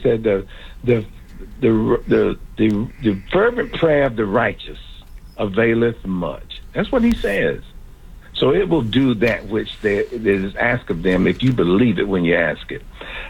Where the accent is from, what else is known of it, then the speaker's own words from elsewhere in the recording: North Carolina, United States; I said ain't because I'm from North Carolina